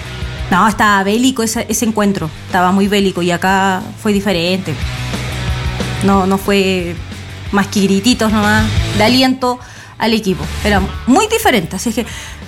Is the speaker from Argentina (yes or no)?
no; Chile; me preguntaban, me decían, ¿vos sos chilena?